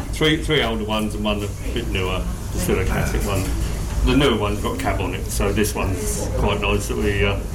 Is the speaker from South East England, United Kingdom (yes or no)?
yes; Mountfield, South East England, United Kingdom; Like I say, we come from Mountfield, just inside of Battle.